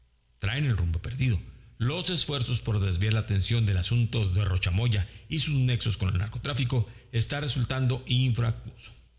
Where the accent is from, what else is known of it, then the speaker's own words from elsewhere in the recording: Chihuahua, Mexico; somos los chihuahuenses seres que no nos chupamos el dedo